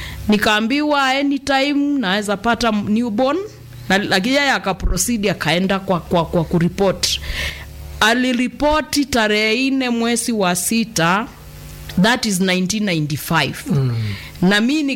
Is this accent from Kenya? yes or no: yes; Mwala, Machakos County, Kenya; born there; nimezaliwa sehemu za Mwala karibu na Kabaa High School hapo mahali kunaitwa Mumbuni wa Mondo.